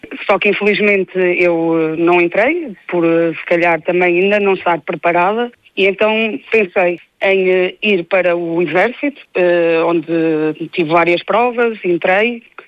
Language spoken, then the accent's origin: Portuguese; Viseu, Centro, Portugal; O meu intuito sempre foi ficar em Viseu, porque sou nascida e criada em Viseu e tenho todo o orgulho em pertencer a esta cidade